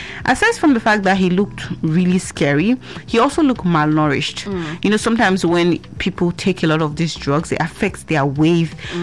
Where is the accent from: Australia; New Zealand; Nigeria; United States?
Nigeria; born there; I grew up to know in Nigeria